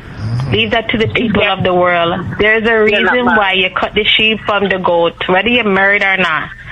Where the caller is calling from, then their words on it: Canada; We're calling from Canada.